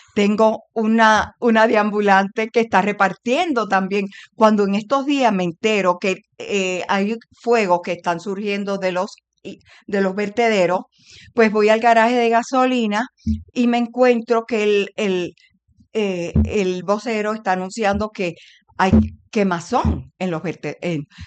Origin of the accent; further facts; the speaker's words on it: Aguadilla, Puerto Rico; yo soy oriunda de Aguadilla